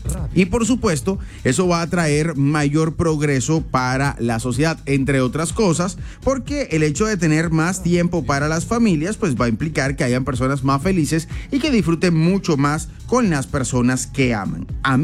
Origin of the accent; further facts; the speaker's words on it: Colombia; born there; soy nacido en Colombia, pero me percibo como un finlandés